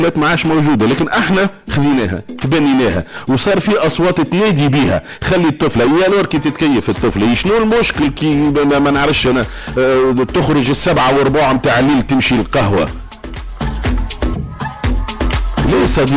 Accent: Tunisia; احنا كمجتمع تونسي

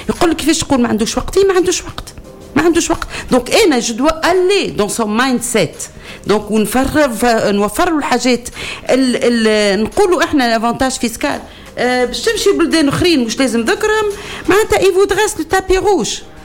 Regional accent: Bizerte, Bizerte Governorate, Tunisia; لهنا في بلادي بنزرت

